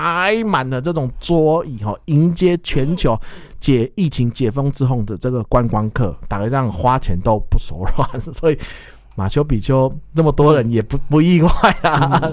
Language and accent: Chinese; Taiwan